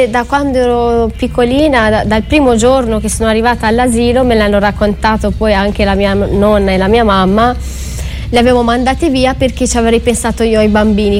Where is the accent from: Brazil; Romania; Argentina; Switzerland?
Romania; born or raised there; Italian is a second language; now in Italy